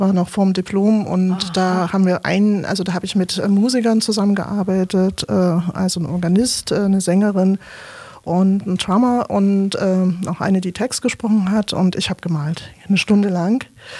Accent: Leipzig, Saxony, Germany; born or raised there

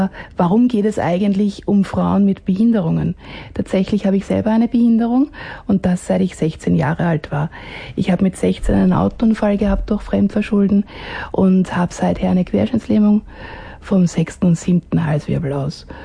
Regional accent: Vienna, Austria; Ich bin aus Wien.

